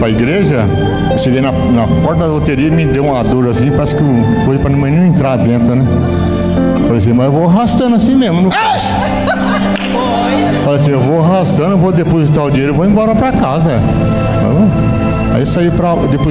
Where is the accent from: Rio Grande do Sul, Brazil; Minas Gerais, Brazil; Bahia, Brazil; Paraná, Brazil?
Paraná, Brazil; Curitiba; Sou lá de Curitiba, mas eu vim aqui com todo prazer, mano.